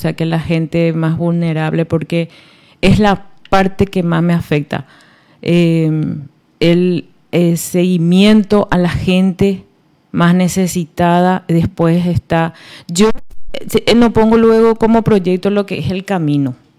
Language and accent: Spanish; Nueva Alborada, Itapúa, Paraguay; nosotros también aparte somos afectados de Yacineta. Yacineta nos debe muchísimo a nosotros, a los de Nueva Alborada